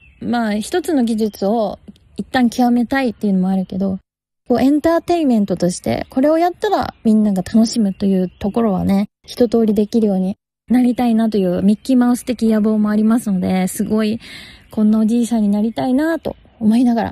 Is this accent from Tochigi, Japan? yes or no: yes; Tochigi, Japan; now in Tokyo, Japan; 私はね、栃木から来たおのぼりさんっていうの、言い方古いかな、まあとりあえず東京憧れ人間で東京に来たので、